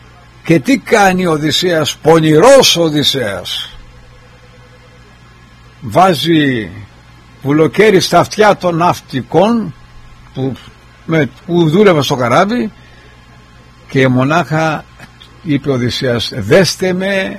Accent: Kefalonia, Ionian Islands, Greece; στο νησί μου. Που εγώ μεγάλωσα εκεί και δεν είχαμε τέτοια πράγματα.

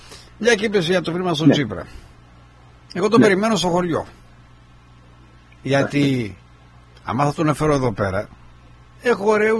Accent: Kefalonia, Ionian Islands, Greece; Εγώ είμαι κεφαλονίτης.

